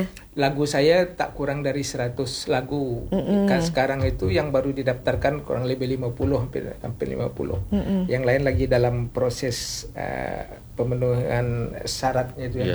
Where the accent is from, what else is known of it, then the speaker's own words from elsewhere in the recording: Tambelan, Riau Islands, Indonesia; now in Tanjung Pinang, Indonesia; Kalau di saya di berada di Tanjung Pinang ini jelas merantau dari Tambelan kan dulu. Saya asli Tambelan. Nah, merantau ke sini ini pada tahun 86.